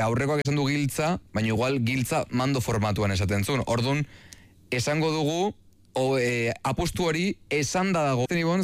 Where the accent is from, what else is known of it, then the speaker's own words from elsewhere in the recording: Ispaster, Basque Country, Spain; Ispasterretik, ostra.